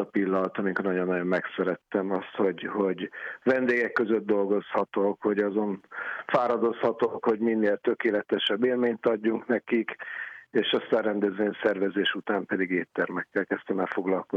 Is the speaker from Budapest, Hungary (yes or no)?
yes; Budapest, Hungary; de a Modizsmond körtér mellett nőttem fel, és ott a Gellért szállodában nagyon sok izgalmas autót láttam